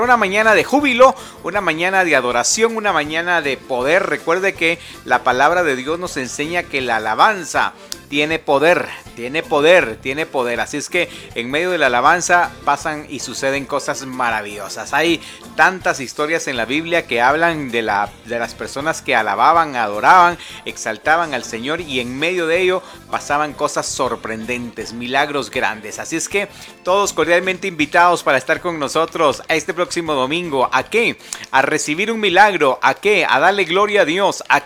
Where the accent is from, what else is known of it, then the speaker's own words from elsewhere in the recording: Guatemala; Los guatemaltecos somos guerreros, los guatemaltecos somos de armas tomar.